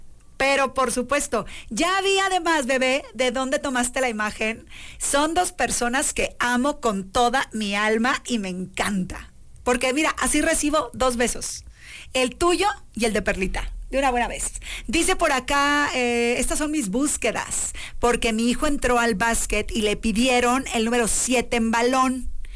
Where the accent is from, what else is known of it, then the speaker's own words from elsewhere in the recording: Tamaulipas, Mexico; also born or lived in Ciudad Acuña; now in Saltillo, Mexico; Yo viví allá muchísimos años de mi vida. Bueno, ya saben que yo soy de Tamaulipas.